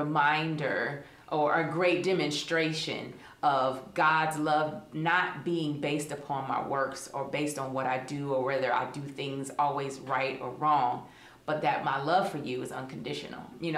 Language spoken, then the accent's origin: English; Augusta, Georgia, United States; Well, I grew up in Augusta, Georgia, daughter of a pastor and a wonderful wife.